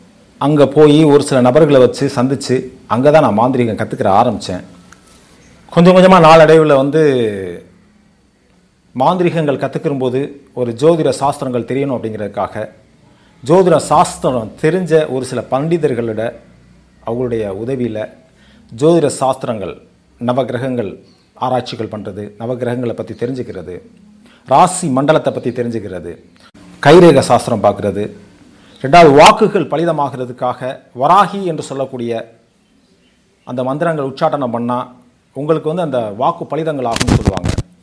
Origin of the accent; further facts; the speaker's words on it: Ilayangudi, Tamil Nadu, India; also born or lived in Paramakudi; நான் வந்து என்னுடைய பூர்வீகம் சிவகங்கை மாவட்டத்தை சேர்ந்த இளையான்குடி அப்படிங்கிறது தான் என்னுடைய பூர்வீகம். அங்கே தான் நான் பிறந்தது. சுமார் ஒரு 12 வயசு வரைக்கும் நான் அங்கே தான் இருந்தேன்.